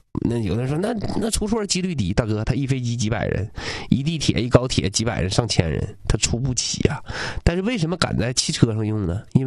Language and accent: Chinese; Liaoyuan, Jilin, China; 比如说我辽源人